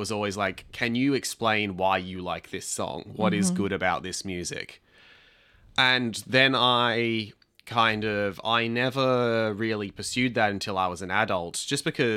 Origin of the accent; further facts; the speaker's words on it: Sydney, New South Wales, Australia; I'm not from Melbourne, I'm from Sydney.